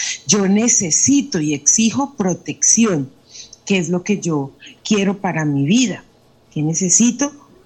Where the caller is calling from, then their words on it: Colombia; como una colombiana de bien que soy.